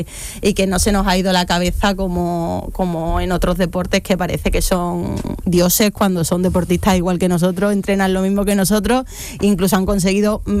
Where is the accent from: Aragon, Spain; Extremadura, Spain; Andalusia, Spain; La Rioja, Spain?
Andalusia, Spain; Seville; porque tenemos un río precioso, soy una bahía de Cádiz a una hora en coche